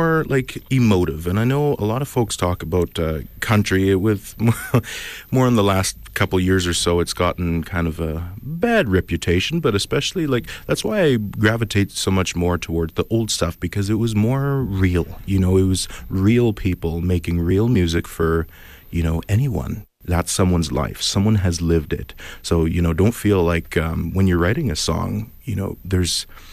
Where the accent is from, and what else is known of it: Sucker Creek, Alberta, Canada